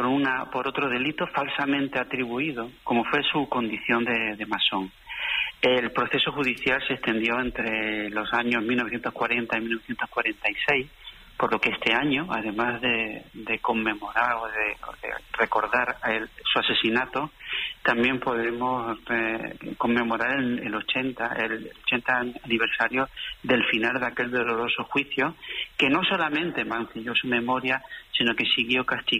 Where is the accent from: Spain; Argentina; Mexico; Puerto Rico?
Spain; Granada, Andalusia; Pero también como granadino quiero expresar mi deuda de gratitud